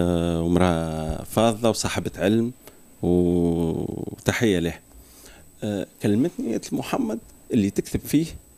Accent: Mateur, Bizerte Governorate, Tunisia; أنا نعمل رحلة يومية ما بين مدينة ماتر مدينتي نحبها وما بين مكان العمل متاعي العاصمة.

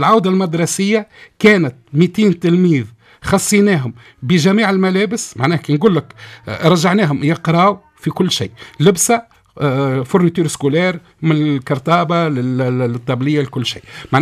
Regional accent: El Kef, Kef Governorate, Tunisia; born there; كيف مسقط رأسي أولا.

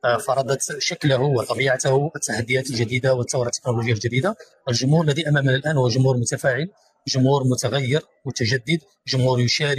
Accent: Morocco; أنا أستاذ مغربي في معهد عالي لمهنة السمع البصري والسينما.

